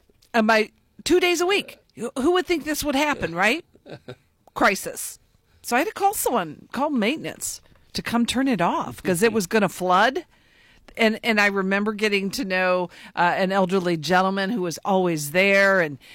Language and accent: English; Cuyahoga Falls, Ohio, United States; growing up in Cuyahoga Falls